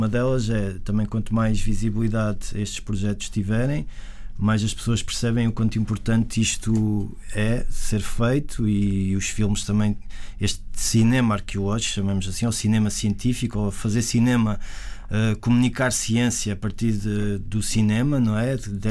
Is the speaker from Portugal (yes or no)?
yes; Northern Portugal, Portugal; now in Lisbon, Portugal; eu não sou de cá, sou do Norte, mas faço muitos projetos no interior do país, e agora vivo cá